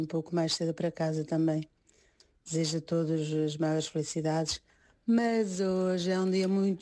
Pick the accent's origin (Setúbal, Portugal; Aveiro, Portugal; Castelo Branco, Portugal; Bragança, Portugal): Bragança, Portugal; Freixiel; a minha terra, que é Freixel